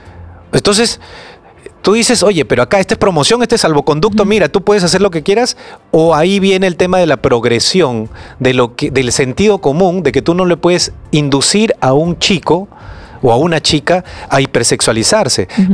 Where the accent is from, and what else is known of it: Peru